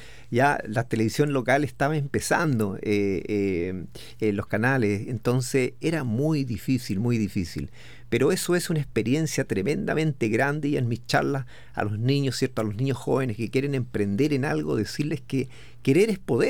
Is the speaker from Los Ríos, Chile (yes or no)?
no; Linares, Maule, Chile; Nosotros somos de Linares, de una ciudad linda, preciosa, ¿ya? Y que cada vez está quedando mejor.